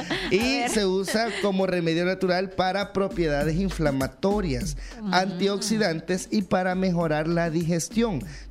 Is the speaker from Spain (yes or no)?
no; El Salvador; Pero así somos los salvadoreños.